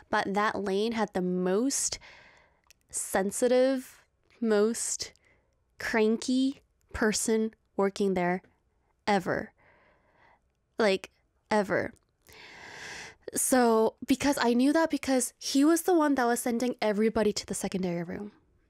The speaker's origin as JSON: {"language": "English", "country": "South Korea", "said": "And I was like, oh, like, I'm from Korea. And so he said, Korean singer? So I said, yeah."}